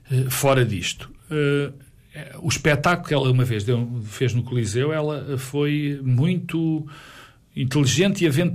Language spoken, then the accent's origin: Portuguese; Minho, Portugal; nós somos minhotos, portanto temos de dizer os palavrões uns aos outros.